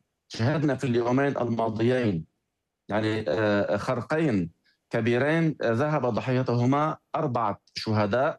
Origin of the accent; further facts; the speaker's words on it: Lebanon; now in Beirut, Lebanon; نخشى نحن كلبنانيين